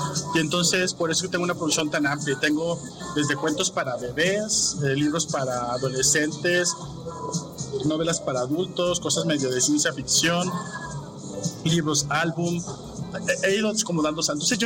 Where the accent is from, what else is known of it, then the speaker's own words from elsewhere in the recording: Monterrey, Nuevo León, Mexico; yo soy del norte, soy de Monterrey.